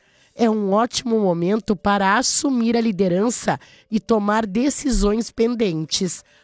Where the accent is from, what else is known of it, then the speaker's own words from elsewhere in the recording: Canoas, Rio Grande do Sul, Brazil; Eu me criei em Niterói, eu morei na Campos Salles.